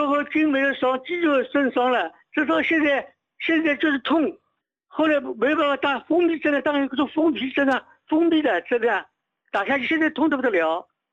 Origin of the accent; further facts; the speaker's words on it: Suzhou, Jiangsu, China; 我是武昌的，苏州的。